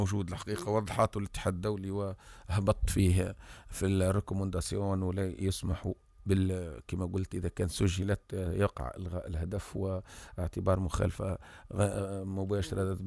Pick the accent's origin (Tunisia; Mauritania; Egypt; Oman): Tunisia; احنا في تونس